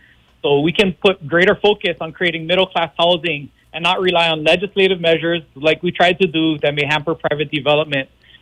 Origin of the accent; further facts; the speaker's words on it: Kauai, Hawaii, United States; I'm born and raised on Kauai